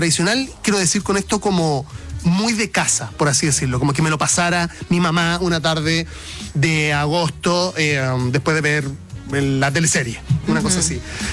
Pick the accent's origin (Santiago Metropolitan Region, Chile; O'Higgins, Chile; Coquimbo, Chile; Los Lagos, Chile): Santiago Metropolitan Region, Chile; Puente Alto; Yo soy originalmente de Puente Alto. Yeah. Pero como soy de Puente Alto, sé que en la Florida había mucha oferta de completo.